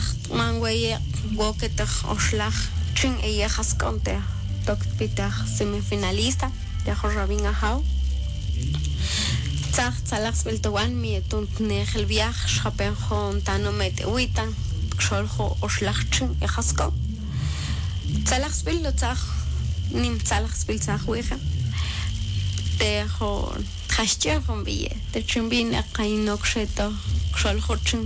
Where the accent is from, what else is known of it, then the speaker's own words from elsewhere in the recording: Guatemala; Y aquí estoy, más orgullosa que nunca de ser guitaneca de corazón y de ser guatemalteca.